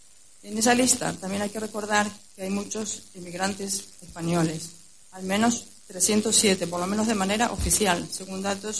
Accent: Argentina; now in Spain; Yo soy periodista de origen argentino, hija de emigrantes asturianos. Y bueno, en aquellos años yo vivía en Argentina

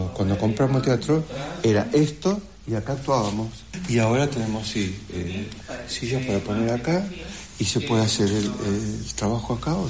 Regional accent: Rosario, Santa Fe, Argentina; born there; moved away as an adult; now in Ushuaia, Argentina; yo nací en Rosario, provincia de Santa Fe, no soy de Tierra del Fuego.

